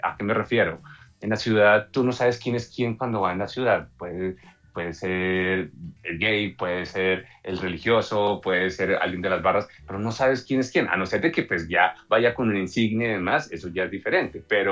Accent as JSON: {"language": "Spanish", "country": "Colombia", "said": "nosotros aquí como colombianos"}